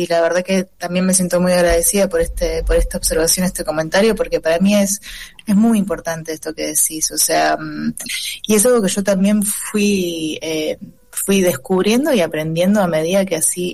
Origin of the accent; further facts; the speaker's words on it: Argentina; si bien soy argentina, eso, me ven la cara, o sea, soy claramente parte de una diáspora muy pequeña pero que también conforma la sociedad en la que vivimos en Argentina